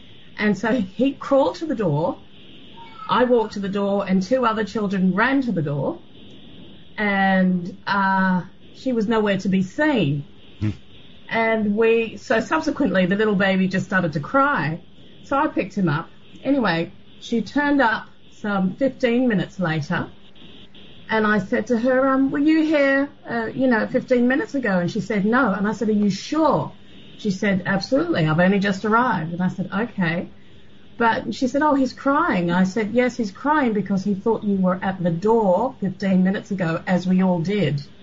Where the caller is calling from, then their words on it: Sydney, New South Wales, Australia; Hi, I'm calling from Sydney, Australia.